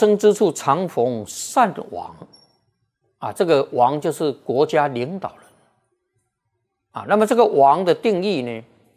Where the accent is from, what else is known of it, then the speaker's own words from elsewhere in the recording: Taiwan; born there; 像我们生在台湾啊，像我这个年纪的生在台湾啊